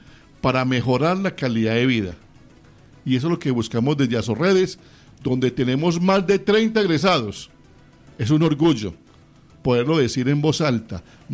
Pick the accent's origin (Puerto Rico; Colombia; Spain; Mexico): Colombia